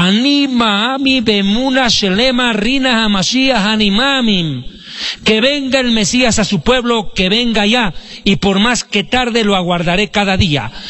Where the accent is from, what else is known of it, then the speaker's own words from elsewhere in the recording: Bolivia; now in Bogotá, Colombia; en la ciudad de La Paz, Estado Plurinacional de Bolivia, sede del gobierno de mi nación